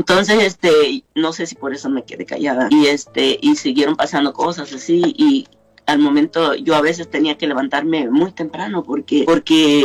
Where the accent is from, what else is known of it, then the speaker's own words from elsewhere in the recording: Acapulco, Guerrero, Mexico; Soy de Acapulco, Guerrero, de un pueblito que se llama Ejido Nuevo.